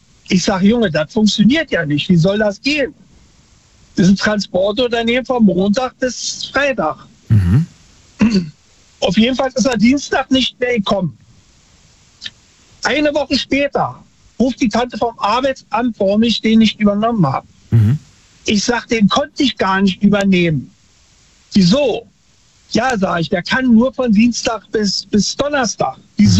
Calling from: Mayen, Rhineland-Palatinate, Germany; aus Mayen.

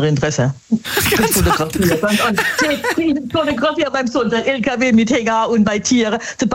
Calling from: Bad Schönborn, Baden-Württemberg, Germany; Ja, als Bad Schönborn.

